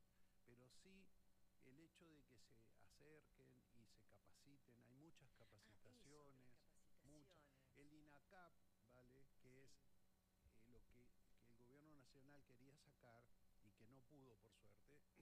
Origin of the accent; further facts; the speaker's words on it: Neuquén, Argentina; also born or lived in San Rafael, Mendoza; Soy neuquino, conocí el Álamo.